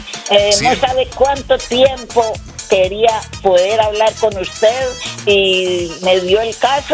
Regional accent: Medellín, Antioquia, Colombia; now in Brooklyn, United States; Yo soy de Medellín y estoy en Brooklyn.

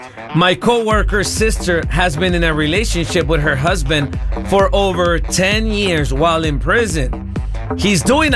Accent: El Salvador; A mí me da miedo leer como salvadoreño.

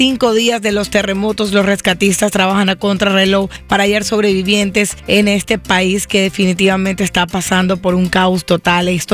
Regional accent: Colombia; Voy a ponerle los aplausos a mi tierra, Colombia.

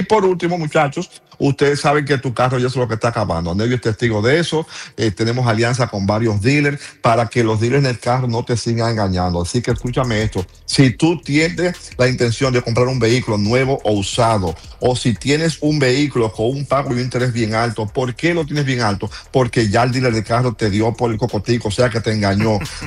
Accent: Dominican Republic; si quieres comprar una casa en la República Dominicana. Tú sabes que los fraudes allá en mi país y todo eso lo quiero y lo amo

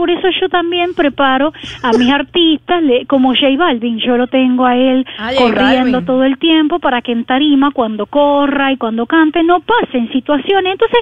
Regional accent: Argentina; burda es venezolano, yo soy argentina

